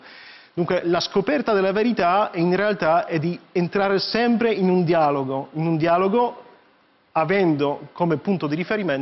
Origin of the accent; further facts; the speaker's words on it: Poland; now in Rome, Italy; Io sono dalla Polonia, dunque Papa Giovanni Paolo II diceva che è un paese lontano, no? Mm. Però quando sono arrivato qua a Roma